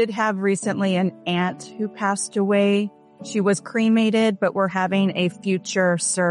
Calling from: Scottsdale, Arizona, United States; Scottsdale, Arizona.

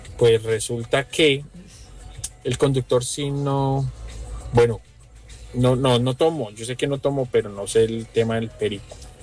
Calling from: Toronto, Ontario, Canada; Buenas noches, saludos desde Toronto, Canadá.

